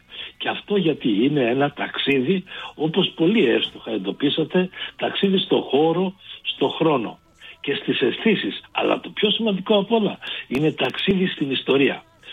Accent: Prespa, Western Macedonia, Greece; Θα πάμε λοιπόν στην ελληνική Prespa που λίγο πολύ την έχουμε ακούσει. Είναι η πατρίδα μου και την οποία

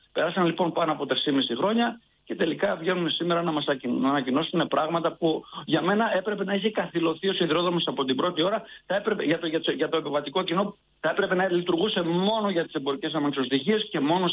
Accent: Greece

